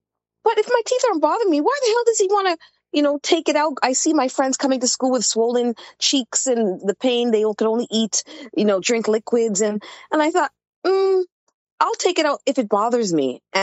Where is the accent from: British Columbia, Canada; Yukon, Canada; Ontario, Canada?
Ontario, Canada; Toronto; born and raised in Toronto, Canada